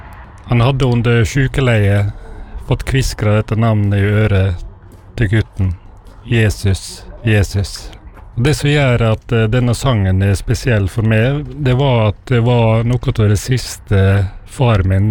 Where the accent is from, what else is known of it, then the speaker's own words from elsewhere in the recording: Vestnes, Møre og Romsdal, Norway; fra Vestnes.